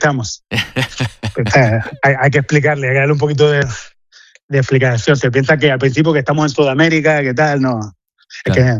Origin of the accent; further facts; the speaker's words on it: Las Palmas, Canary Islands, Spain; moved away as an adult; also born or lived in Ireland; now in Gold Coast, Australia; Soy de Las Palmas, del refugio.